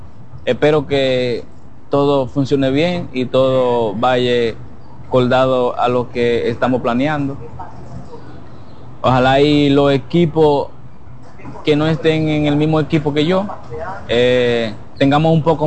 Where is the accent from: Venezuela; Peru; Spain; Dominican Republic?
Dominican Republic; Yo como atleta dominicano